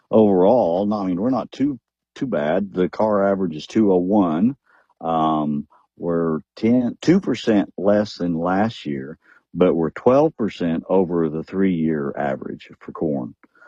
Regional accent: Illinois, United States; I'm from Illinois.

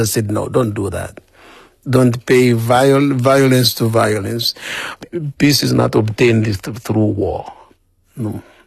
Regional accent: Tanzania; moved away as an adult; I'm originally from Tanzania. I am 61 years old. But of the 61 years, 26 years I've lived those in this country ministering as a priest.

